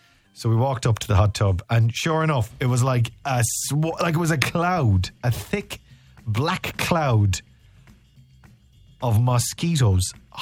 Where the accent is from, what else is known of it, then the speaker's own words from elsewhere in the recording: Ireland; As an Irish person, my assumption is this